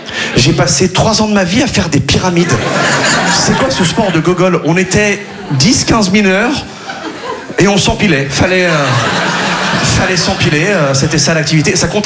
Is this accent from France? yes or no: yes; Quimperlé, Brittany, France; déjà là d'où je viens à Quimperlé, on n'avait pas les sports cool.